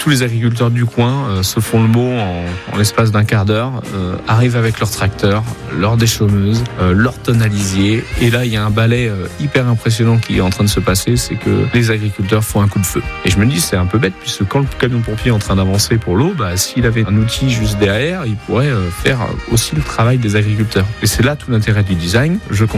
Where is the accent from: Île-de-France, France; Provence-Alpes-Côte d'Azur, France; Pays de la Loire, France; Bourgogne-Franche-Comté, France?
Pays de la Loire, France; Auvers-le-Hamon; J'ai grandi à Auvers-le-Hamon, donc à côté de Sablé-sur-Sarthe, bercé par la famille.